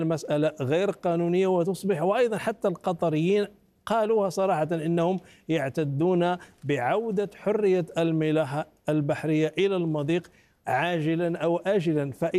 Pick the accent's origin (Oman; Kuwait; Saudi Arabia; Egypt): Oman; بمعنى آخر أننا نعتد نحن كعمانيين بفحوى القانون الدولي ولا نبحث عن استثناءات عن القاعدة.